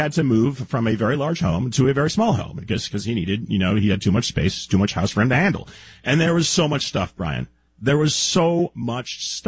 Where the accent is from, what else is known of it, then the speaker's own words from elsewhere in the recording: Los Angeles, California, United States; neighborhood here in Los Angeles that's becoming highly gentrified. And a couple of years ago, for years in my hometown, there was this bowling alley called Mr. T's.